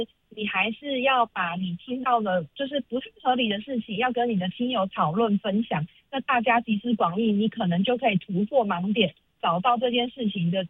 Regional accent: Taiwan; 因为就是我们台湾人太喜欢讨论政治议题了

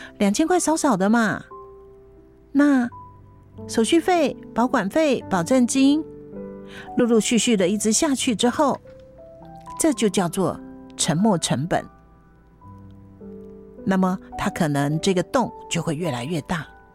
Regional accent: Taiwan; 我们台湾人说挑工就是这样来的。

